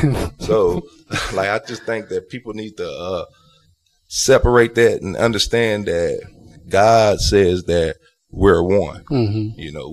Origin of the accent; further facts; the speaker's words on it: United States; I grew up in Oakdale Projects.